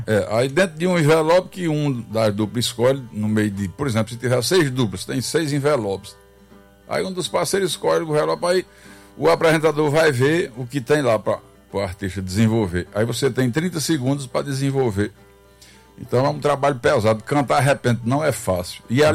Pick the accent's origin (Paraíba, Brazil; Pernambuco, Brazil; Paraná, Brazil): Paraíba, Brazil; Coremas; moved away; Sou paraibano, filho de Coremas. De um lado Aguiar e do outro Emas, onde se vê serra que a vista se some.